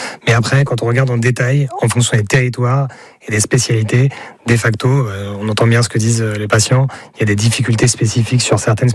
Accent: Hauts-de-France, France; moi je viens de Picardie, de l'Aisne par exemple

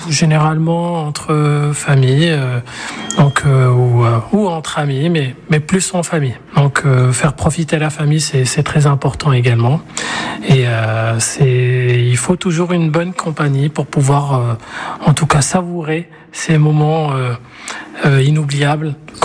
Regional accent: Casablanca, Casablanca-Settat, Morocco; now in Poitiers, France; Je suis de Casablanca, je vis à Poitiers.

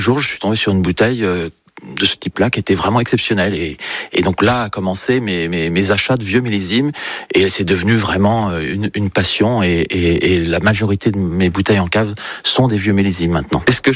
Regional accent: Alençon, Normandy, France; born there; Je suis né à Alençon, dans l'Orne, mais je me considère manceau de cœur.

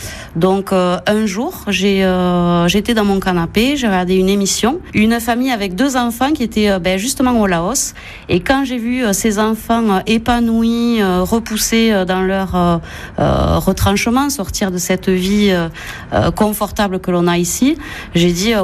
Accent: L'Isle-Jourdain, France; Donc je suis native de l'Île-Jourdain.

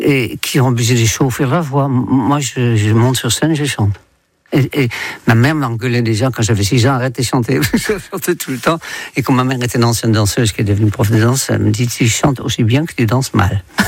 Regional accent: Netherlands; born or raised there; French is a second language; moved away as an adult

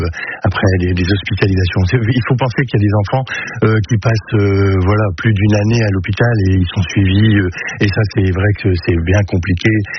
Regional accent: Lille, Hauts-de-France, France; born there; Moi, je suis né à Lille. Oui, je suis né à Lille. En 1959, j'ai 66 balais, voilà.

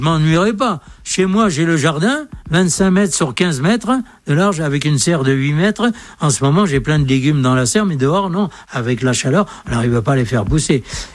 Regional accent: Tunis, Tunis Governorate, Tunisia; born there

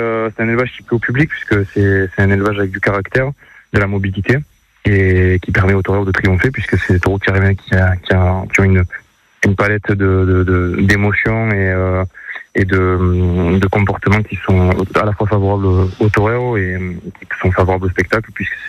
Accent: Nîmes, Occitanie, France; profiter de cette fin de saison chez moi à Nîmes.

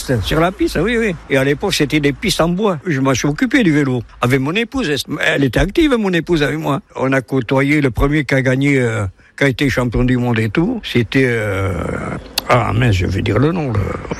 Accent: Mauléon-Licharre, Nouvelle-Aquitaine, France; j'ai 81 ans, je suis natif de Mauléon, pays de Soule bien sûr, Mauléon capitale de la Soule.

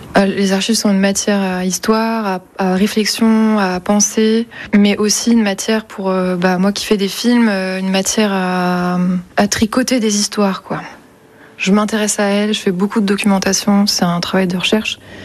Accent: Lyon, Auvergne-Rhône-Alpes, France; also born or lived in Ardèche; Moi, j'ai grandi à Lyon, enfin, entre Lyon et l'Ardèche. Je suis arrivée dans le Cotentin.

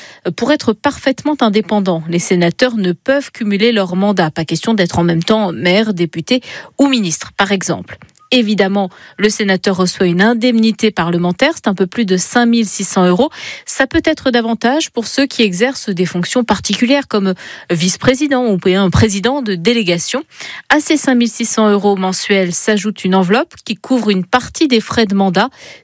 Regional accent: Centre-Val de Loire, France; En tout cas, c'est comme ça chez nous en Berry parce que chacun de nos 2 départements doit désigner 2 sénateurs.

